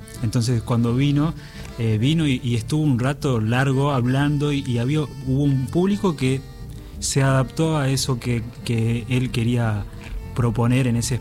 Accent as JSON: {"language": "Spanish", "region": "Buenos Aires Province", "country": "Argentina", "said": "no es que yo soy de Buenos Aires, soy del conurbano."}